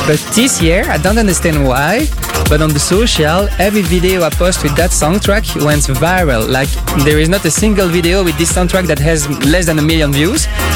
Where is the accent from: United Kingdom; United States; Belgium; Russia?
Belgium; Brussels, Brussels-Capital Region; So I'm from Belgium, I'm from Brussels, and Tomorrowland is the biggest festival in the world, and it's in Belgium.